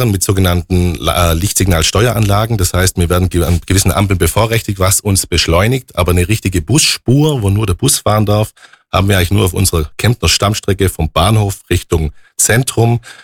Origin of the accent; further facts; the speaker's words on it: Baden-Württemberg, Germany; Ich bin gebürtiger Oberschwabe, war Finanzamt Ravensburg, habe dort studiert